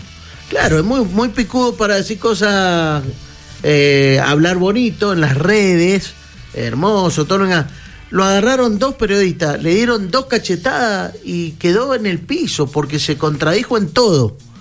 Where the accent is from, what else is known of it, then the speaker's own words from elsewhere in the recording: Argentina; yo soy argentino.